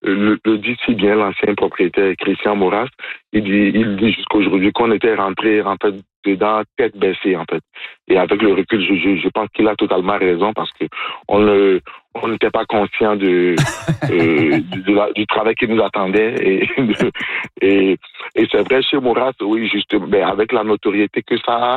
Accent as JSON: {"language": "French", "country": "Benin", "said": "je connaissais pas la poutine dans mon pays d'origine, qui est le Bénin."}